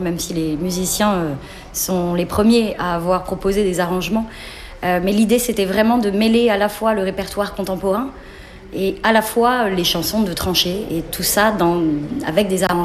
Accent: Paris, Île-de-France, France; Voilà, on est parisien. On est une troupe parisienne qui existe depuis 10 ans.

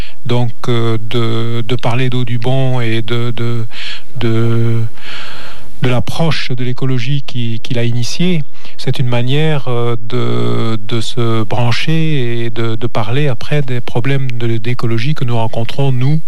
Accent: Corbès, Occitanie, France; moved away as an adult; also born or lived in Palm Beach, Florida; avant de revenir m'installer par ici, puisque je suis de Corbès, à côté d'Anduze, j'ai habité avec ma petite famille plusieurs années, 4 ans en réalité, à Palm Beach, en Floride.

